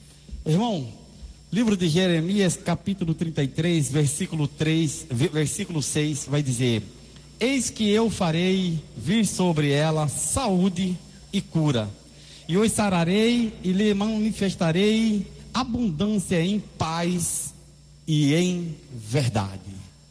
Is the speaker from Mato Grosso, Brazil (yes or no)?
yes; Mato Grosso, Brazil; now in Natal, Brazil; Sou do estado de Mato Grosso, mas hoje eu moro em Natal há 10 anos e congrego na Assembleia de Deus, né, Rocha de Salvação, ali no setor 29.